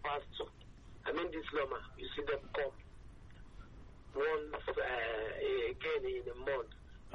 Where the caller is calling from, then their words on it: Lagos, Nigeria; I'm calling from Ileki.